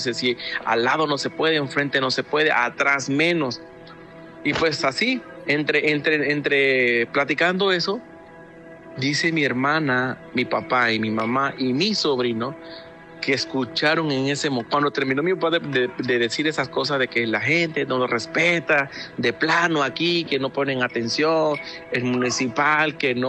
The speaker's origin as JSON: {"language": "Spanish", "town": "Tonalá", "region": "Chiapas", "country": "Mexico", "lives_now": "Omaha, United States"}